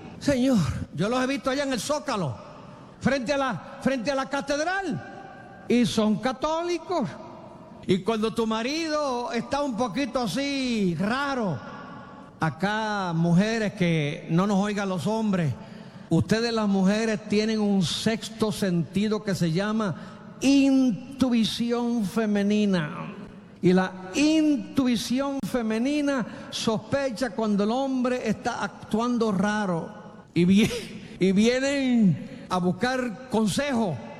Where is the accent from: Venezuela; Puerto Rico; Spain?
Puerto Rico; moved away; also born or lived in Mexico City; En mi tierra puertorriqueña, el campesino le dice: la Virne María.